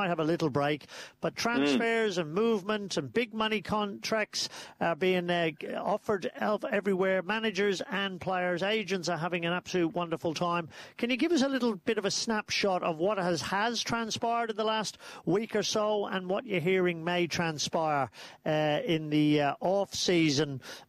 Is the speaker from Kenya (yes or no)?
no; Australia; we being Australian